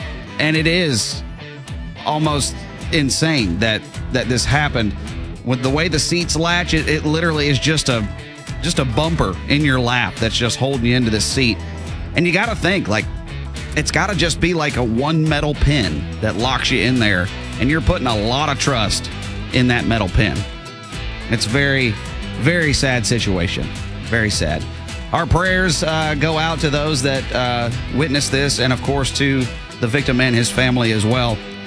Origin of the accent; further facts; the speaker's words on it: Atlanta, Georgia, United States; So I'm from Atlanta, Georgia